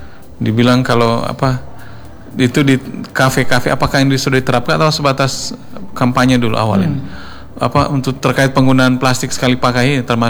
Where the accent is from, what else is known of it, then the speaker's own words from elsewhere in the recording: Sigi, Central Sulawesi, Indonesia; Sampai saya kadang-kadang, saya lupa lah, apa saya dari Sigi nih.